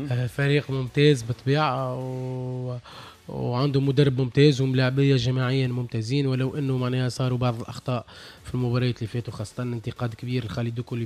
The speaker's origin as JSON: {"language": "Arabic", "country": "Tunisia"}